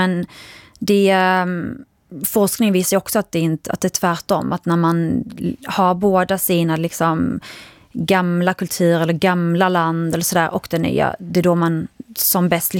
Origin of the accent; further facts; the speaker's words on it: Sweden; Men vi som är barn till föräldrar som har immigrerat, alltså vi blir ju svenskar.